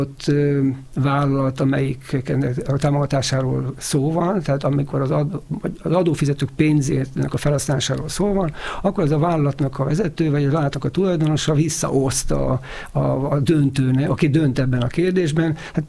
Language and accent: Hungarian; Hungary